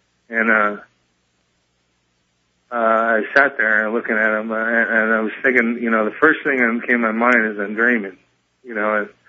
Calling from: Tacoma, Washington, United States; from Tacoma.

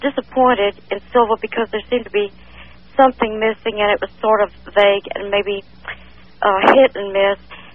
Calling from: Columbia, Missouri, United States; I'm calling from Columbia, Missouri.

